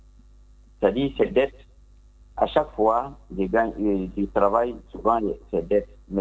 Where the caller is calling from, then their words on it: Anyama, Abidjan, Côte d’Ivoire; J'appelle de d'Anyama.